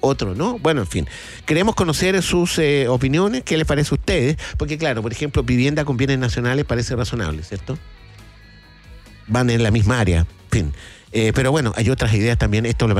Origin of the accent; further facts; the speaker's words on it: Chile; Somos bravos los chilenos para esto, los terremotos.